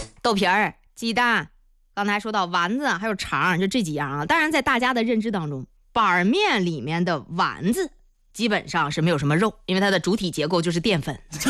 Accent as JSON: {"language": "Chinese", "town": "Shijiazhuang", "region": "Hebei", "country": "China", "said": "作为一个河北人，尤其是石家庄的"}